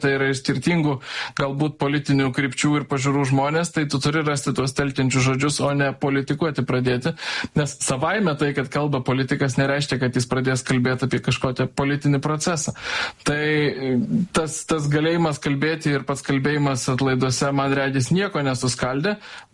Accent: Vilnius, Vilnius County, Lithuania; aš esu aukštaitis, vilnietis

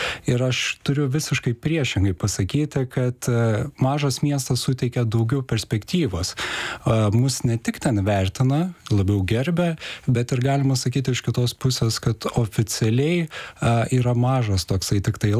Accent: Kėdainiai, Kaunas County, Lithuania; now in Raseiniai, Lithuania; O aš pats esu iš Kėdainių ir dabar neseniai buvęs Kėdainiuose

